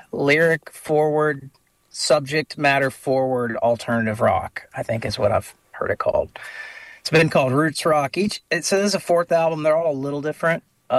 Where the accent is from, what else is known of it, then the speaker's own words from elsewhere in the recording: Jonesboro, Arkansas, United States; moved away as an adult; now in Nashville, United States; Grew up in Jonesboro, so upbringing is Arkansas. That's what I knew. Grew up there in Jonesboro